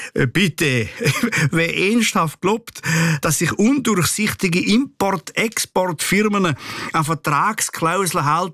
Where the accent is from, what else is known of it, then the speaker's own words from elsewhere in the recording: Switzerland; da sind wir Schweizer nämlich weltweit führend